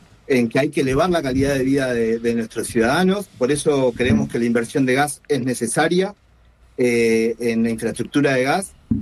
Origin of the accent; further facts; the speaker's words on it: Tierra del Fuego, Argentina; en una provincia como la nuestra, que es productora de gas, en mi pueblo haya tanta gente sin gas.